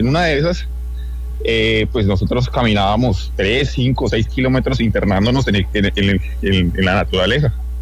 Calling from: Boyacá, Colombia; Yo soy de Boyacá.

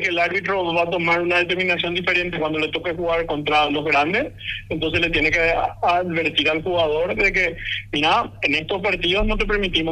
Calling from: Paraguay

